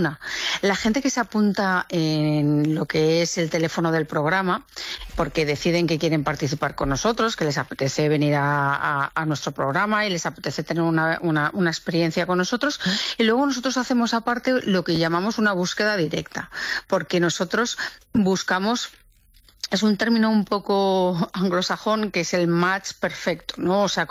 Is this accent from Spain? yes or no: yes; León, Castile and León, Spain; Pues yo soy de León.